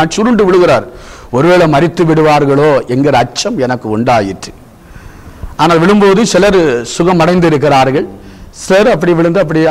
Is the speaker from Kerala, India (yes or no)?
no; Kollankodu, Tamil Nadu, India; born or raised there